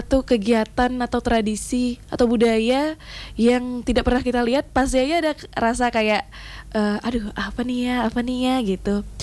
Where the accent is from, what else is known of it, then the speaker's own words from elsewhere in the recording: Buleleng, Bali, Indonesia; di desa saya sendiri itu ada tradisi ngelong capah. Jadi ngelong capah ini ada di desa Tamblang